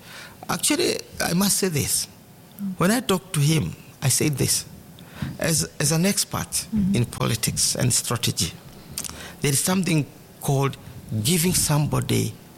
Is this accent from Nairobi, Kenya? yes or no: no; Murang'a County, Kenya; those of us who come from Muranga.